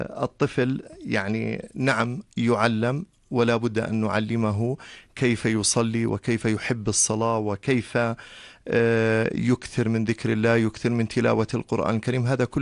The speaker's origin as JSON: {"language": "Arabic", "country": "Jordan", "said": "بلدنا الأردن الغالي على قلوبنا"}